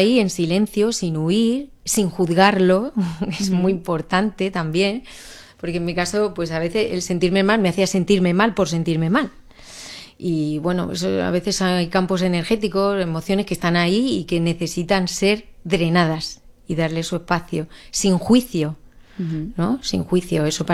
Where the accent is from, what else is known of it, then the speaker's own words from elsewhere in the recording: Rincón de Bonanza, Valencian Community, Spain; Soy de Orihuela en la medida en que el Rincón de Bonanza es pedanía de Orihuela, pero soy nacida en el Rincón de Bonanza.